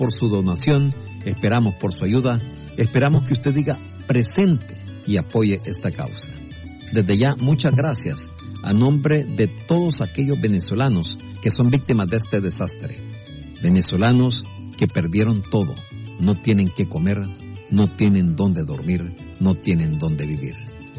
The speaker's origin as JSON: {"language": "Spanish", "country": "El Salvador", "moved": "yes", "said": "mis compatriotas, los salvadoreños"}